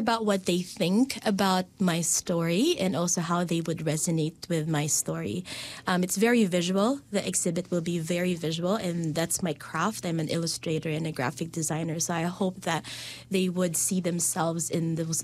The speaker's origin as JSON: {"language": "English", "country": "Philippines", "moved": "yes", "lives_now": "Dunedin, New Zealand", "said": "make sense of our being Filipino here in New Zealand"}